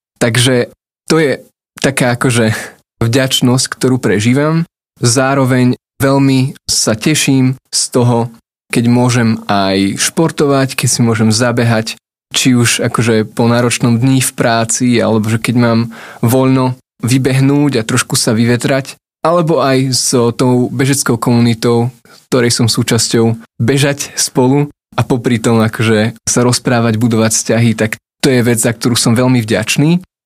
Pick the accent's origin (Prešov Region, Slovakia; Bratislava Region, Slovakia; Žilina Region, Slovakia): Žilina Region, Slovakia; Žilina; moved away as an adult; also born or lived in Levice; now in Trnava, Slovakia; Spomínal som, že som zo Žiliny, tam som aj uveril v 18. Potom po svadbe s Tinkou sme žili v Leviciach 4,5 roka a teraz momentálne od roku 21 bývame v Trnave